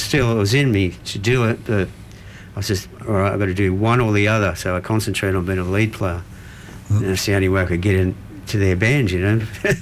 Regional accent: Sydney, New South Wales, Australia; We grew up in Cogra, down, Cogra, like Brighton area and all that. We grew up around there

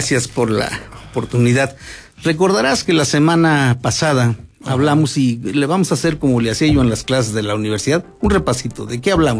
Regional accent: Mexico; moved away; En los ríos de mi pueblo. Ajá. Hay un río muy grande que es un afluente, el río Amacuzac.

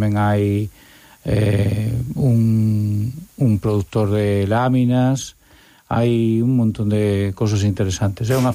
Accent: Santiago de Compostela, Galicia, Spain; eu son de Santiago e teño que comer fora

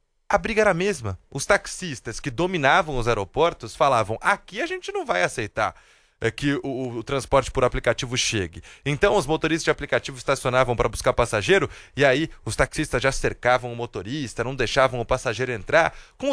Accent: Brazil; falar para vocês que até como brasileiro, eles começam a chegar

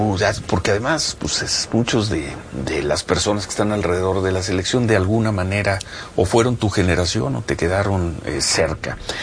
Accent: Mexico; somos mexicanos.

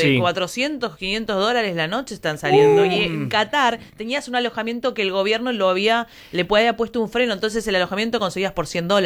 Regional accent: Argentina; Como los argentinos somos muy fanáticos

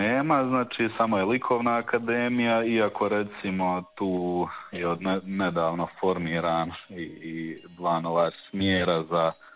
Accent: Mostar, Federation of Bosnia and Herzegovina, Bosnia & Herzegovina; born there; now in Široki Brijeg, Bosnia and Herzegovina; rođen sam tu u Mostaru, živim u Širokom Brijegu.

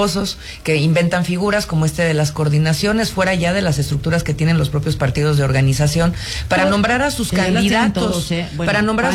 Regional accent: Querétaro, Mexico; born there; yo soy queretana de nacimiento

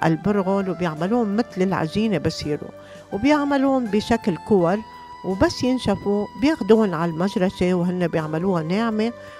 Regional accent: Lebanon; moved away; عنا بضيعتنا لما كنا بلبنان

